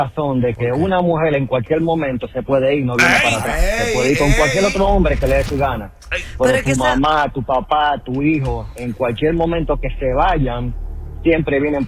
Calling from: Pennsylvania, United States; de Pensilvania.

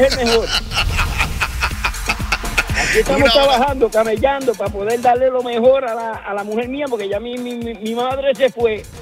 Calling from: New York City, New York, United States; Yo de Brooklyn. De la mejor del mundo.

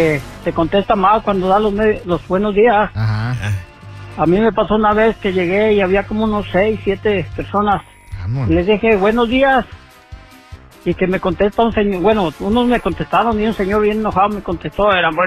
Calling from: Michoacán, Mexico; Soy de Michoacán

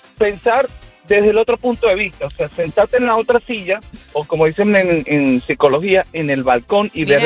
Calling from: West Palm Beach, Florida, United States; te estoy llamando de West Palm Beach.

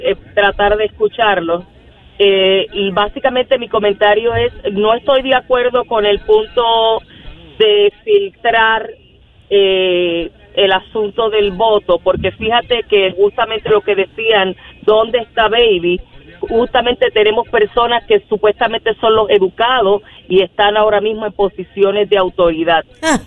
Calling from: Washington, District of Columbia, United States; Soy de Washington, D.C.

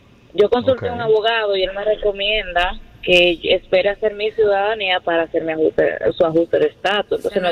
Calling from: United States; Yo soy residente de los Estados Unidos, tengo 4 años y medio.

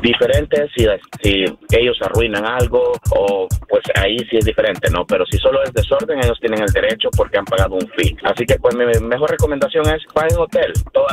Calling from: Los Angeles, California, United States; Downtown LA.

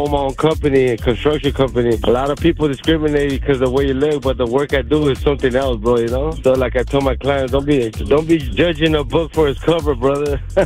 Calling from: Los Angeles, California, United States; Hey, I'm from North Hollywood right here, from Little Louis.

